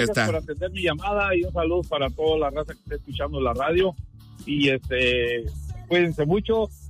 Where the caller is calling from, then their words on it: Grand Island, Nebraska, United States; Vengo desde Gran Island, hombre, mochense